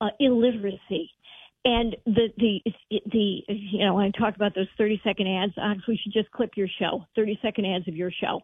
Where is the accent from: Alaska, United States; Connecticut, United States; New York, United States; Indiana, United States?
Indiana, United States; Munster; I grew up in Northwest Indiana in the 60s and 70s. I went to Munster, Indiana public schools.